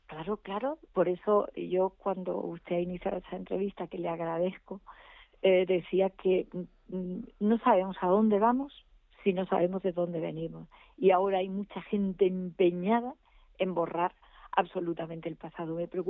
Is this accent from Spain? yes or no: yes; Córdoba, Andalusia, Spain